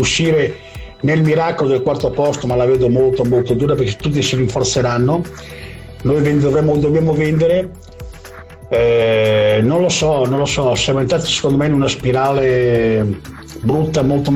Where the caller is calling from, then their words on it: Ferrara, Emilia-Romagna, Italy; di Ferrara.